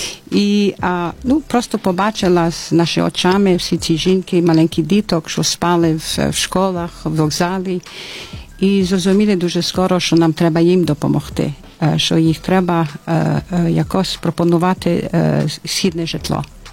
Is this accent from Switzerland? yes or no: yes; Geneva, Switzerland; Ukrainian is a second language; now in Ivano-Frankivsk, Ukraine; Це я з Женева, Швейцарія. Це так само невелике, дуже знане, але невелике місто.